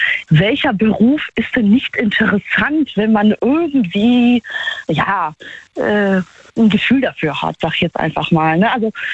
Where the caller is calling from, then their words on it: Trier, Rhineland-Palatinate, Germany; Hier, Trier.